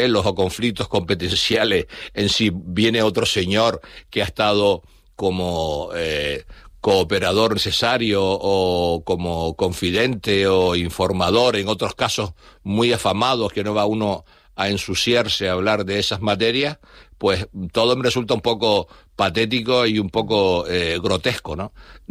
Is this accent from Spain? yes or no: yes; Canary Islands, Spain; pues francamente me duele como canario.